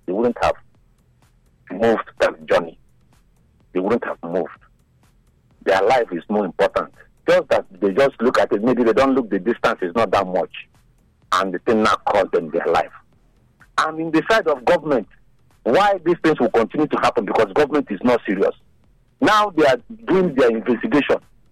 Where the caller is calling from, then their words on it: Benin City, Edo, Nigeria; I'm calling from Benin. Welcome … Yes. You see, in Nigeria, we always reactive.